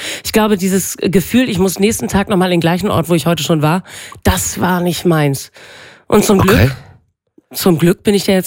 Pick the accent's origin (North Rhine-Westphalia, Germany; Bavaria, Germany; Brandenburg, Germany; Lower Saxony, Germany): Lower Saxony, Germany; first language Low German; German is a second language; Ich komme eigentlich aus dem hohen Norden, aus Ostfriesland. Deswegen ist Plattdeutsch meine Erstsprache oder meine Heimatsprache, meine Herzenssprache.